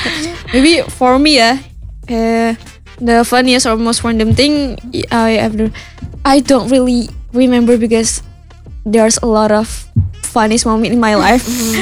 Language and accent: English; Cilacap, Central Java, Indonesia; Yeah, we are from Cilacap.